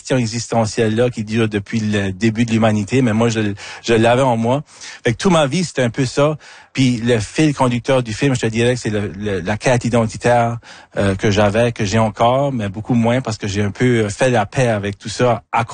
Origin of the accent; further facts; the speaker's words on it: Acadia, Canada; je viens de l'Acadie, comme ton premier album.